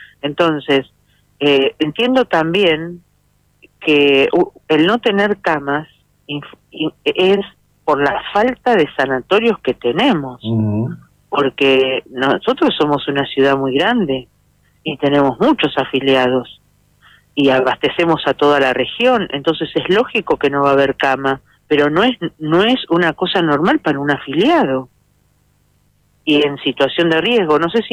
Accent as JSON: {"language": "Spanish", "town": "Merlo", "region": "Buenos Aires Province", "country": "Argentina", "said": "Yo soy de Merlo, en realidad. Bueno. Que es a 40 kilómetros de Luján."}